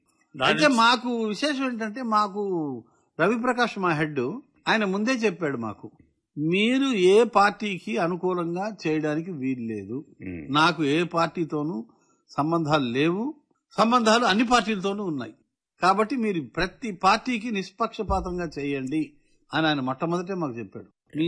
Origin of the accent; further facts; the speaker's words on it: Berhampur, Odisha, India; moved away as an adult; also born or lived in Andhra Pradesh / Vizianagaram; now in Hyderabad, India; నేను తెలంగాణ వాడినా, 40 ఏళ్ల పై చిలుపు నేను తెలంగాణలో ఉన్నాను. పుట్టాను ఆంధ్రాలో, పెరిగింది ఒరిస్సాలో, నేను ఎక్కడ వాడినని. నేను భారతీయుడిని.